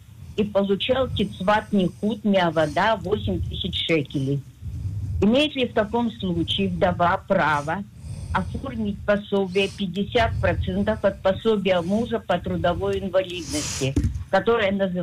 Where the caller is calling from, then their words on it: Israel; из Тирайот.